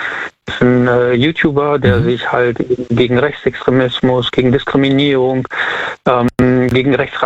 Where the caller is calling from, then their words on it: Siegburg, North Rhine-Westphalia, Germany; Ich komme aus Siegburg.